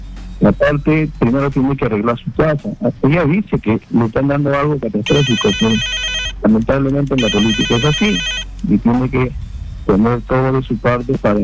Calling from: Lima, Peru; de Santa Clara.

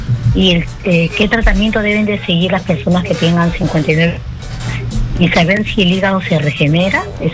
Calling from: Bellavista, Callao, Peru; De Bellavista, Callao.

